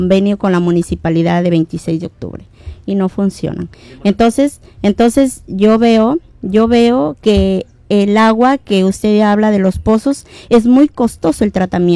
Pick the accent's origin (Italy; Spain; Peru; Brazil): Peru; Ayabaca, Piura; yo soy ayabaquina del Alto Piura